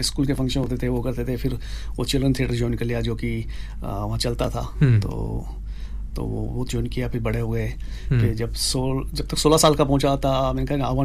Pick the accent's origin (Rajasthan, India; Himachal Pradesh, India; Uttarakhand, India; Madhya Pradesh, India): Rajasthan, India; Udaipur; हाँ जी, मैं राजस्थान से हूँ, और बहुत ही खूबसूरत शहर है।